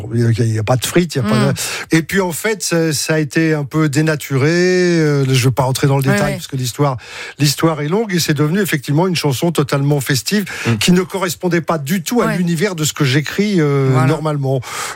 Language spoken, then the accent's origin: French; Paris, Île-de-France, France; Parce que moi, je suis un parigot.